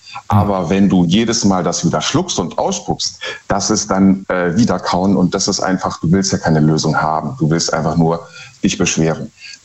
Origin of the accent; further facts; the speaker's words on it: Baden-Württemberg, Germany; Ich bin aus dem Schwarzwald.